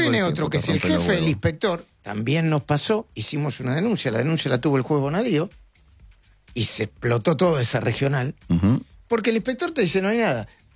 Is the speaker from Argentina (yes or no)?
yes; Argentina; somos periodistas de la Argentina.